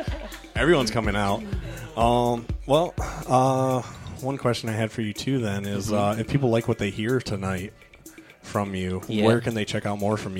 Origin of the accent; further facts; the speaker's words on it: Rotterdam, South Holland, Netherlands; Growing up in Rotterdam